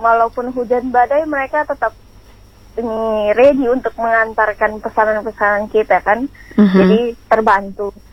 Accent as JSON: {"language": "Indonesian", "town": "Medan", "region": "North Sumatra", "country": "Indonesia", "moved": "as an adult", "lives_now": "Kupang, Indonesia", "said": "Jadi aku sendiri kan orang Medan kan, aku dari Medan, lahirnya dari Medan. Jadi aku datang ke Kupang itu baru masuk 5 tahun."}